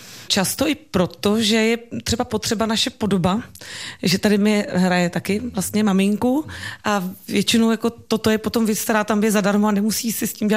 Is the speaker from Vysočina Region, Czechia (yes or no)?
no; Prague, Czechia